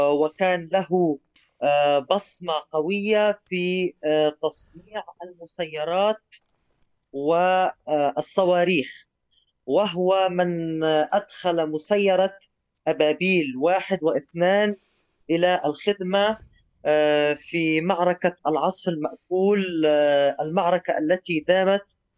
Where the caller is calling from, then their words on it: Tunisia; أنا تونسي من تونس الزواري.